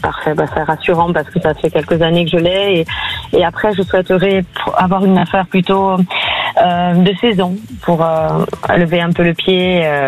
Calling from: Occitanie, France; Je vous appelle à côté d'un village à côté de Narbonne.

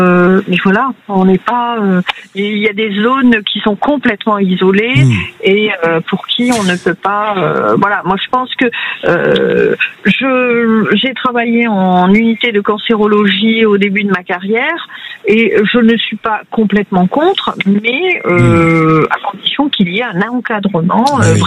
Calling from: Beauville, Nouvelle-Aquitaine, France; Alors moi, je suis infirmière libérale dans le Lot-et-Garonne.

